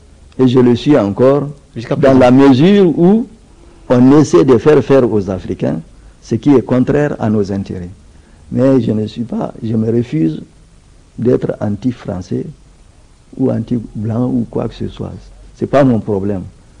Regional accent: Niamey, Niger; J'étais de Niamey, on m'a envoyé dans une ville moyenne qu'on appelle Kony, mais c'est toujours tout près.

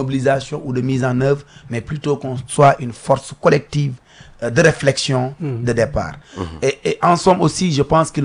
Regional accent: Senegal; nous sommes Sénégalais

